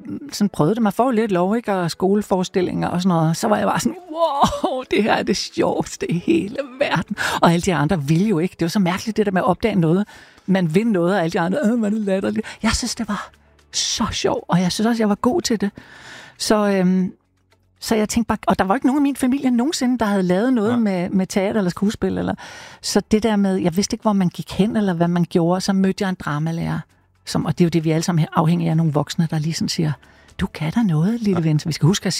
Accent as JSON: {"language": "Danish", "town": "Skovlunde", "region": "Capital Region of Denmark", "country": "Denmark", "tie": "born or raised there", "said": "I Skovlunde."}